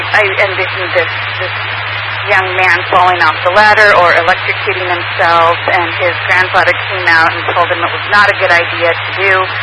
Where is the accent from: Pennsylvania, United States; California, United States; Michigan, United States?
California, United States; Bishop; also born or lived in Big Pine / Ridgecrest; I grew up all along 395. I was born in Bishop, and I lived there for a bit. We lived in Big Pine, and we lived in Ridgecrest as well.